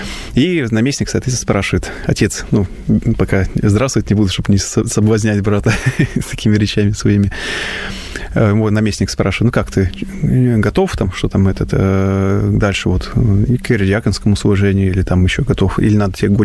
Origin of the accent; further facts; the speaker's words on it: Leningrad Oblast, Russia; И поскольку я родом с Ленинградской области и стал воцерковляться на Пасху, это было в 2005 году